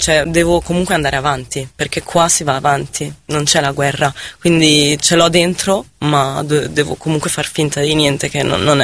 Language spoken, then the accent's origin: Italian; Lebanon; now in Italy